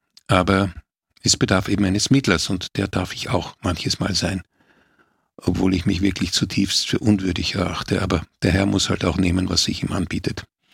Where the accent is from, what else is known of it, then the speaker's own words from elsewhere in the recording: Vienna, Austria; Ich bin, wie gesagt, in Wien geboren, in einer ganz normalen bürgerlichen Familie, aufgewachsen, selbstverständlich. Damals war das noch normal in der katholischen Kirche. In die Messe gehen war mir als Kind eigentlich eine Selbstverständlichkeit